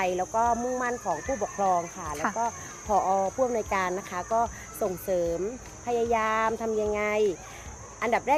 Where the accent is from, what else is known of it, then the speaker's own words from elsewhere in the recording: Southern Thailand, Thailand; เราเป็นคนใต้